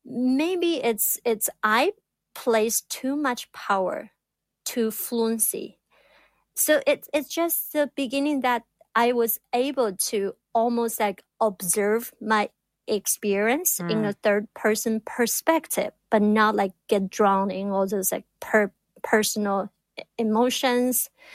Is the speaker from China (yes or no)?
yes; China; moved away as an adult; now in United States; I came all the way from China